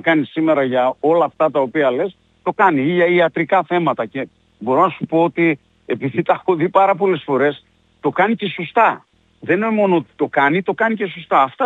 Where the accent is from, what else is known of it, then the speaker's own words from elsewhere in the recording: Thessaloniki, Central Macedonia, Greece; now in Komotini, Greece; λόγω της καταγωγής της δικιάς μου, επειδή είμαι Θεσσαλονικιός